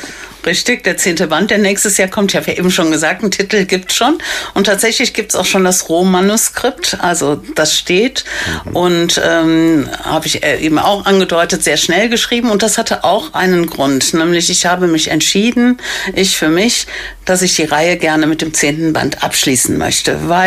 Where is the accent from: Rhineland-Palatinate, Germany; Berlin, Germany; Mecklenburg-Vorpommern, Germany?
Rhineland-Palatinate, Germany; Erpel-Unkel; Und es ist auch wieder in Planung, in Erpel-Unkel, also meiner Heimat, zu lesen.